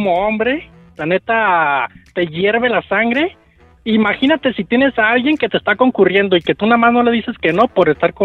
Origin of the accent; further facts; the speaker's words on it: Guadalajara, Jalisco, Mexico; Que me regreso para donde nosotros somos de acá de Guadalajara y estamos en Puerto Vallarta